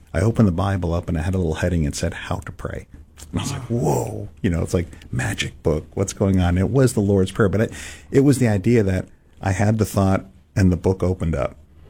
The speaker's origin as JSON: {"language": "English", "town": "San Francisco", "region": "California", "country": "United States", "tie": "born or raised there", "said": "And part of it is I'm growing up in San Francisco, so it's not like you're not in the middle of church culture. I didn't know a kid who went to church."}